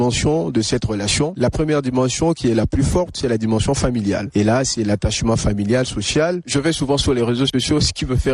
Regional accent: Chad; moved away; quand je dis que je suis Tchadien

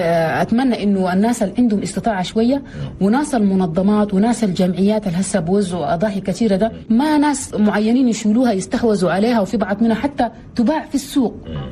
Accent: Chad; بس نحن كمجتمع تشادي مجتمع رحيم. في كثير من الأسرة التشادية تلقى واحد عنده أخوه ما بخلي

